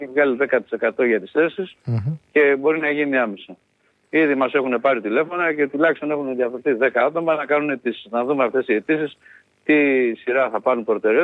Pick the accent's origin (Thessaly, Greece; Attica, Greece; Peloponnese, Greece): Thessaly, Greece